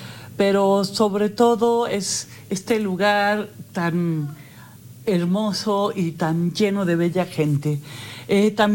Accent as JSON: {"language": "Spanish", "region": "Mexico City", "country": "Mexico", "tie": "born there", "said": "Yo nací allá en la Ciudad de México, pero a mí miles de cosas maravillosas me han pasado en este lugar."}